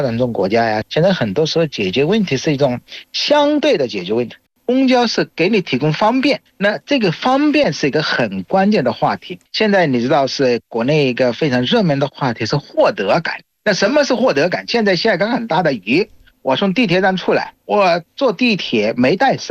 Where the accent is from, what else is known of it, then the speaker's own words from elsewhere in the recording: Bangladesh; Chinese is a second language; 大家好，我是来自于孟加拉国的